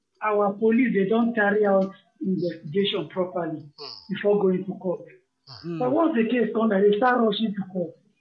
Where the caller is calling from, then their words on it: Ota, Ogun, Nigeria; I'm calling from Ota.